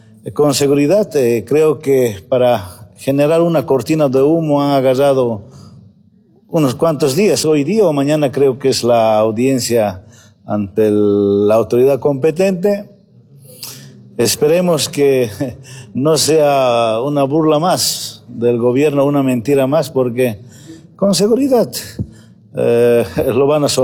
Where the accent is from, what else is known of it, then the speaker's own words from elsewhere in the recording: Bolivia; como bolivianos debemos analizar